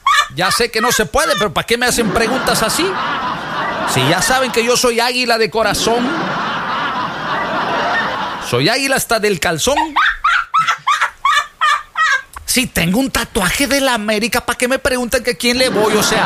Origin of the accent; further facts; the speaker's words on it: Veracruz, Mexico; y yo soy jarocho, y yo me estoy muriendo de calor.